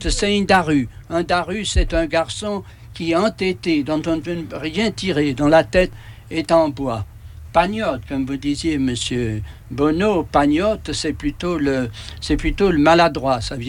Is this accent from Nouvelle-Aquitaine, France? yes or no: no; Vinzelles, Auvergne-Rhône-Alpes, France; also born or lived in Lezoux; de mon pays natal Vinzelle et de Saint-Laure où j'habite en ce moment